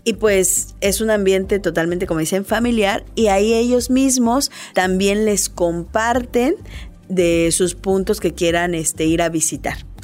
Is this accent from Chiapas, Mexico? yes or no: yes; Ocosingo, Chiapas, Mexico; estas maravillas que tiene nuestro Ocosingo, que es la Puerta de la Selva Lacandona